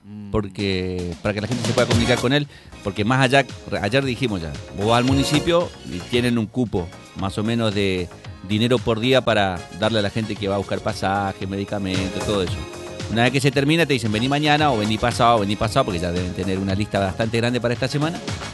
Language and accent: Spanish; Argentina; lo que nosotros como argentinos vivimos todos los días.